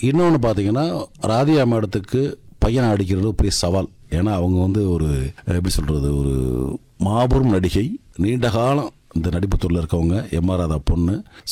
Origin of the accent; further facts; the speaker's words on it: Madurai, Tamil Nadu, India; நம்ம வந்து சவுத்துலேருந்து வந்த ஆள், என்னோட சொந்த ஊர் வந்து மதுரை. வாழ்வியலாக ஒரு மிடில் கிளாஸ் ஃபேமிலி தான்